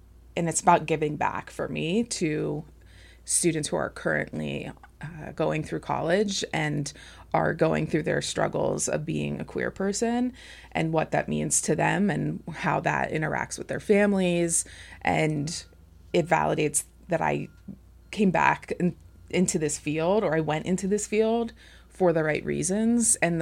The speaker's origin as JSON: {"language": "English", "region": "New York", "country": "United States", "also_born_or_lived": "Indiana", "moved": "yes", "lives_now": "Geneseo, United States", "said": "I'm originally from New York."}